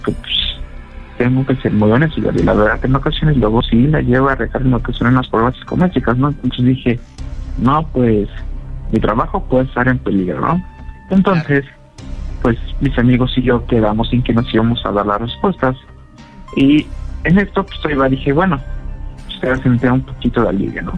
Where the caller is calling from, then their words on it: Puebla, Mexico; soy del estado de aquí de Puebla y prácticamente tengo lo que son 28 años de edad, recién cumplidos.